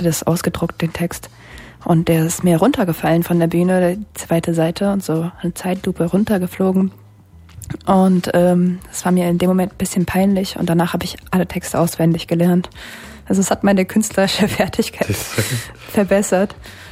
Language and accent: German; Frankfurt, Hesse, Germany; also born or lived in Cologne; habe ich noch eine Zeit lang danach auch in Köln gewohnt und bin dann irgendwann wieder zurück in meine Heimatstadt Frankfurt.